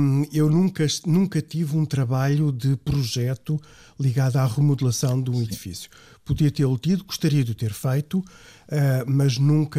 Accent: Lisbon, Portugal; Sim, nasci e cresci em Lisboa, sim.

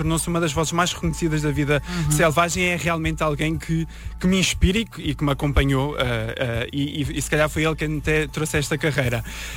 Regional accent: Portugal; se a população mundial vivesse como nós portugueses

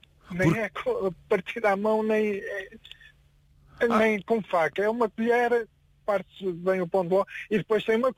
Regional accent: Ovar, Aveiro, Portugal; Sou de Alvar. Eu orgulhoso de Alvar.

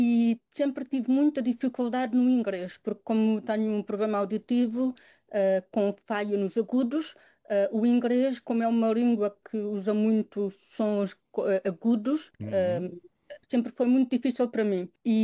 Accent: Caldas da Rainha, Leiria, Portugal; moved away as an adult; now in Brighton, United Kingdom; as Caldas é a cidade onde eu cresci, onde está a minha família, e é por isso que, claro, costumo sempre voltar lá de férias para visitar a minha família. Mas encontrei uma casa também aqui em Brighton

